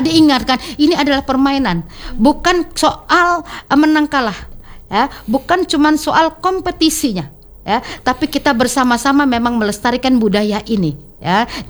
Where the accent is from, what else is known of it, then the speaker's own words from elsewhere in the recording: Palembang, South Sumatra, Indonesia; kita sebagai warga Palembang, masyarakat Kota Palembang